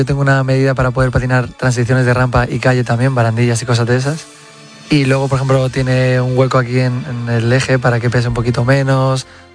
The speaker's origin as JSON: {"language": "Spanish", "town": "Móstoles", "region": "Community of Madrid", "country": "Spain", "tie": "born or raised there", "said": "yo soy de Móstoles y enfrente de mi casa había un polideportivo"}